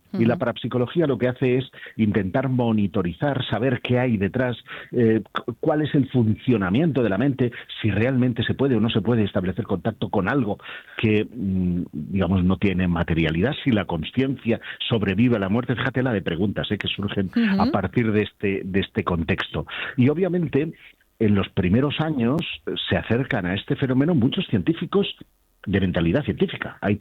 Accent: Terrassa, Catalonia, Spain; born there

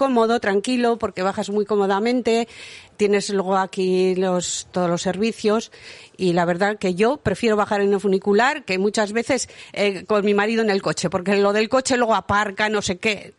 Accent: Triano, Basque Country, Spain; born there; Bueno, yo nací en Triano y luego ya cuando me casé vine a la Arboleda y llevo 50 años en la Arboleda.

